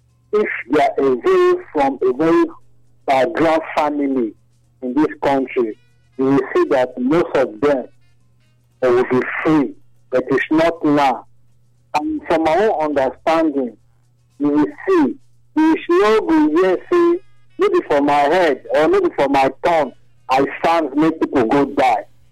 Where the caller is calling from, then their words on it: Nigeria; I'm calling from Oguso.